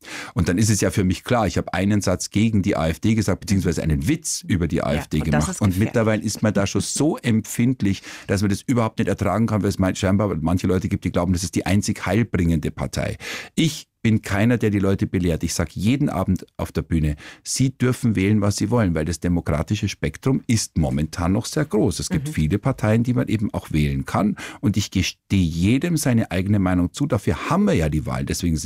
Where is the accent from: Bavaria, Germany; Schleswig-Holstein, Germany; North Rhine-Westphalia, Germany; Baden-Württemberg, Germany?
Bavaria, Germany; Kaufbeuren; ich bin 66 geboren, und ich hatte natürlich dann schon auch eben damals Schweizer Fernsehen bei uns im Allgäu in Kaufbeuren und österreichisch.